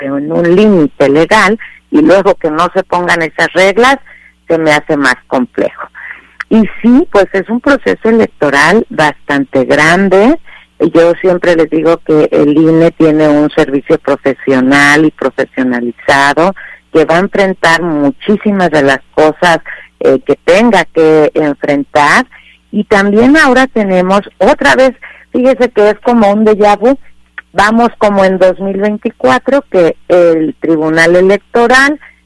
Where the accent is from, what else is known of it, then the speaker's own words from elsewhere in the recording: Mexico; Me parece que como mexicanas y mexicanos sí tenemos que estar muy